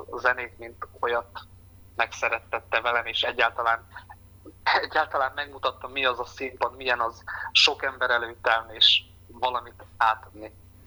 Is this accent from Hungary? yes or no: no; Berehove, Zakarpattia Oblast, Ukraine; moved away; hiszen a gyermekkoromat töltöttem ott